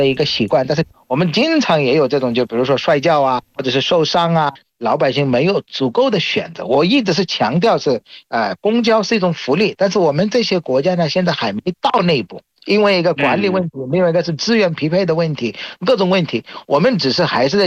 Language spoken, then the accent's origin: Chinese; Bangladesh; Chinese is a second language